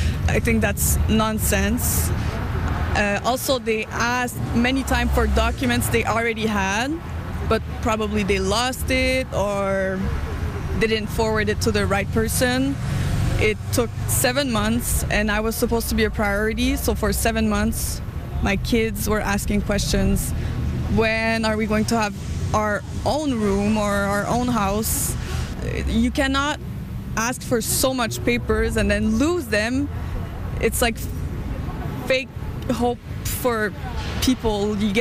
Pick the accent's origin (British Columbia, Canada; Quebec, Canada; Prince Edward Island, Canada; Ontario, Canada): Quebec, Canada; Montreal; 26 years old, mom of three kids. I'm from Montreal.